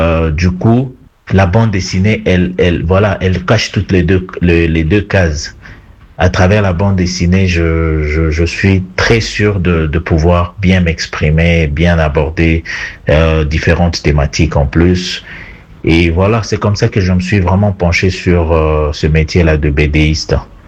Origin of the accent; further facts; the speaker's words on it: Bukavu, South Kivu, DR Congo; je suis en train de participer à une œuvre de cette envergure pour le bien de l'environnement de ma ville natale